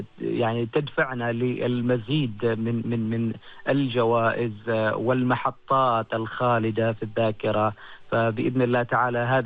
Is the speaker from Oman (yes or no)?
yes; Oman; مشاعر أنت تستشعرها كعماني وأنت خارج حدود الوطن.